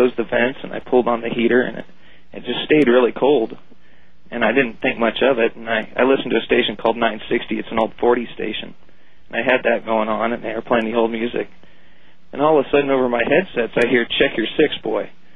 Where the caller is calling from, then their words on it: Alameda, California, United States; I'm from Alameda, California.